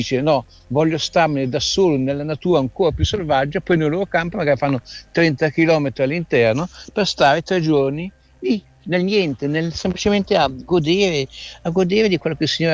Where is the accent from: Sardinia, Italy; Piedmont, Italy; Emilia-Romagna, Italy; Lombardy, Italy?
Lombardy, Italy; Milan; sono milanese